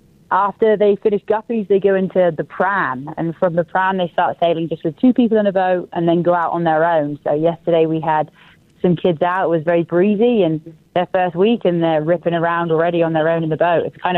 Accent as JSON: {"language": "English", "country": "United Kingdom", "also_born_or_lived": "Canada / United States / New Zealand", "moved": "as an adult", "lives_now": "Utah, United States", "said": "So originally, as you can tell from my accent, from the UK."}